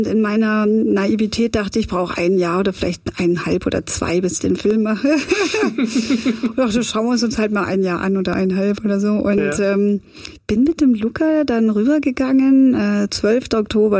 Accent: Germany; moved away as an adult; now in Los Angeles, United States

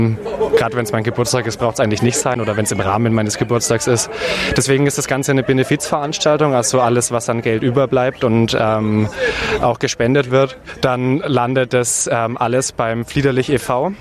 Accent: Nuremberg, Bavaria, Germany; Ich bin aus Nürnberg hier direkt

